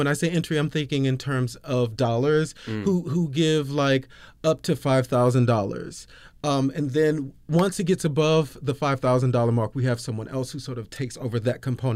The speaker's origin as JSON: {"language": "English", "region": "Georgia", "country": "United States", "said": "I'm a Georgia boy."}